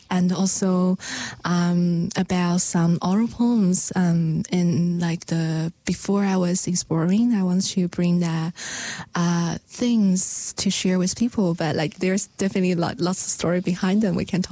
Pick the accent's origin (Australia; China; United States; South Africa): China; Sichuan; English is a second language; I was born in the Sichuan province, which in the southwest of China. And my parents are working in a mechanical factory, and then they raised me.